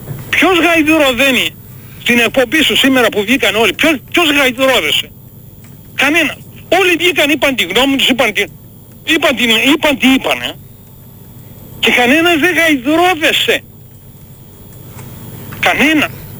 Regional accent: Greece; born there; moved away as an adult; 25 χρονών έφυγα από την Ελλάδα εγώ.

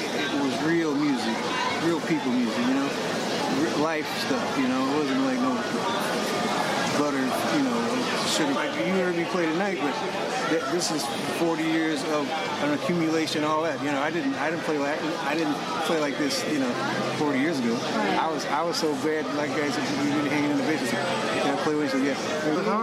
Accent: Chicago, Illinois, United States; also born or lived in Indianapolis; and I'm from the Midwest. I was born in Indianapolis, grew up around Chicago

